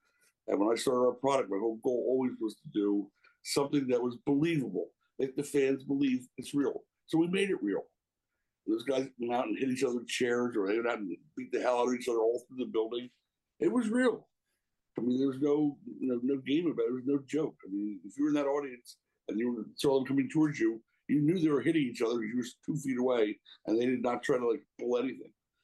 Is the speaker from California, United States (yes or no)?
no; Philadelphia, Pennsylvania, United States; I'm from the Philadelphia area, suburb of Philadelphia.